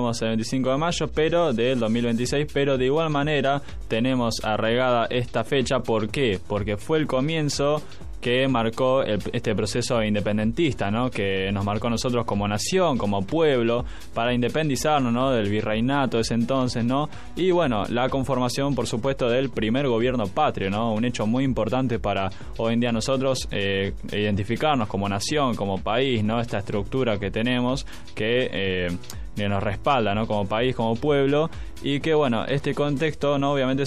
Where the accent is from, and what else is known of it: Argentina